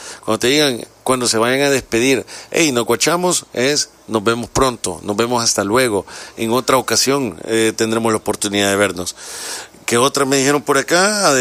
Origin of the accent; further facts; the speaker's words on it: El Salvador; Ahí a uno como salvadoreño identifica que va por el árbol del monumento que está por entre la San Antonio Abad y la Constitución.